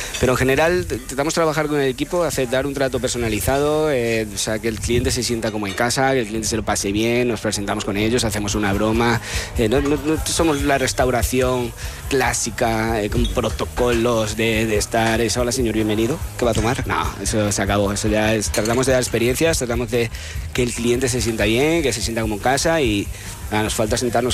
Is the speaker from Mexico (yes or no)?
no; Casar de Cáceres, Extremadura, Spain